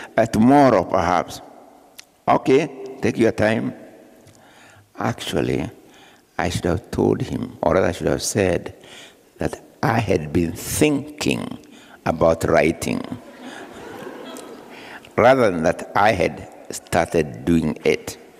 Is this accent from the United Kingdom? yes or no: no; Kenya; You know, when we travel places as Kenyans, but particularly as a Kenyan writer, when you meet your ambassador or their representative, it's like you are in touch. You feel a sense of touch, of home.